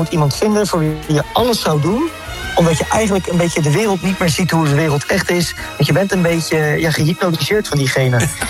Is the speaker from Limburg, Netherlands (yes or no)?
no; Leiden, South Holland, Netherlands; Ik ben een Leidenaar, ja.